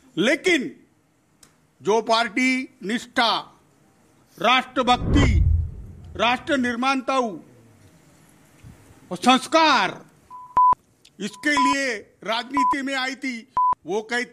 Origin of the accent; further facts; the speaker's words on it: Yavatmal, Maharashtra, India; मैं यवतमाल से आता हूँ